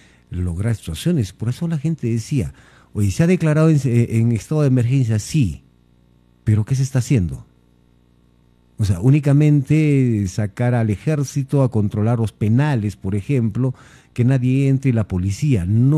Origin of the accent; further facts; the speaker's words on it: Peru; Usted y yo soy peruano y usted no es peruana.